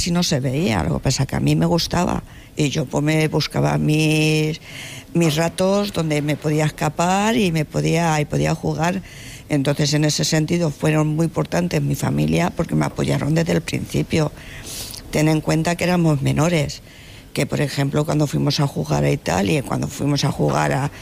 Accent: Madrid, Community of Madrid, Spain; Yo soy de Prosperidad y nos íbamos a jugar, que antes era todo campo, cuando yo era pequeña era todo campo, era Clara del Rey, Corazón de María.

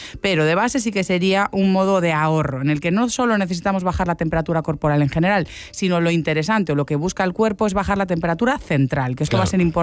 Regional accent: Galicia, Spain; pues obviamente, como gallega

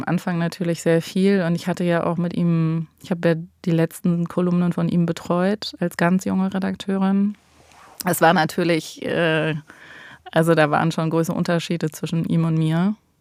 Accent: Southern Germany, Germany; now in Berlin, Germany; Ich komme ja eben auch aus Süddeutschland.

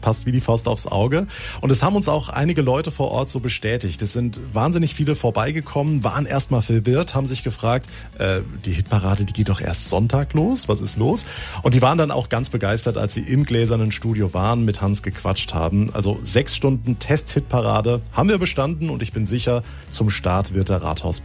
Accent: Rhineland-Palatinate, Germany; Und ich komme ja aus der Pfalz, kenne die Stadt sehr gut.

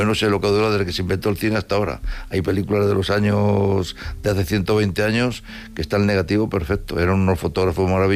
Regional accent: Madrid, Community of Madrid, Spain; Quizás, bueno, la verdad que yo soy de Madrid

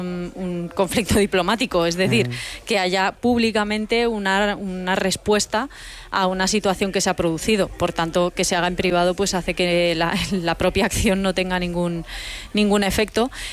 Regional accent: Spain

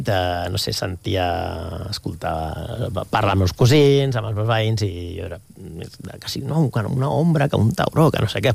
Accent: Catalonia, Spain; Bé, jo que sóc del Maresme, es feien, quan antigament el cram estava allà

